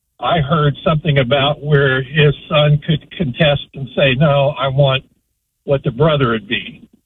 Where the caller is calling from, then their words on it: Bradenton, Florida, United States; Bradenton.